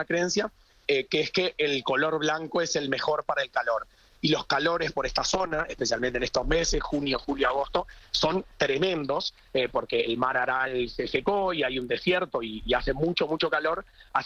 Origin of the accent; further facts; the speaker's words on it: Uruguay; y yo que soy uruguayo, un país muy futbolero, también el Mundial se vive mucho